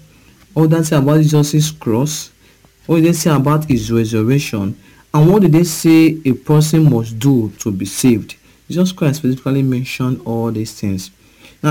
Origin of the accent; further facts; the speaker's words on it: Okada, Edo, Nigeria; from Okada Town, Edo State, Nigeria